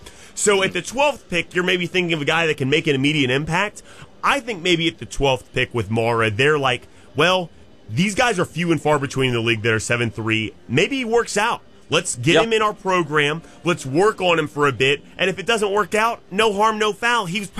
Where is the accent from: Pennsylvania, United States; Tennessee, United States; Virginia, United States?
Tennessee, United States; Memphis; moved away; I'm from Memphis originally